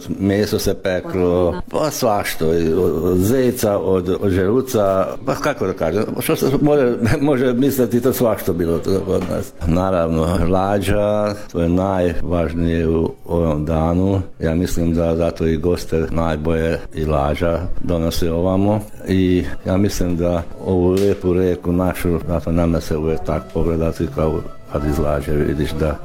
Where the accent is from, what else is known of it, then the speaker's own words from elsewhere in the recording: Podravina, Croatia; Pa naravno, kod nas u Podravini gostoprimstvo, to je najvažnije.